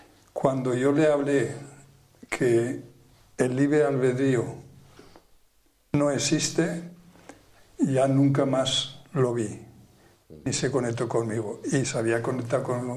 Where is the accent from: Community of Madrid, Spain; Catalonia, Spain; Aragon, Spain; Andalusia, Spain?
Aragon, Spain; yo recuerdo a uno de la provincia de Huesca, de donde soy yo, que mató al alcalde del pueblo.